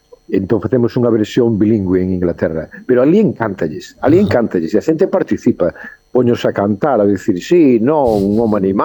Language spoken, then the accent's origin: Galician; Santiago de Compostela, Galicia, Spain; dos miembros son eu, que son galego de aquí, de Santiago.